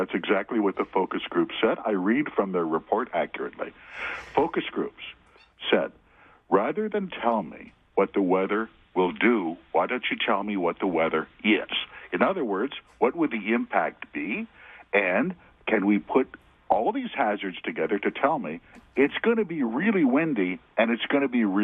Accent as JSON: {"language": "English", "region": "Manitoba", "country": "Canada", "said": "Well, I'm from the Manitoba, Mark."}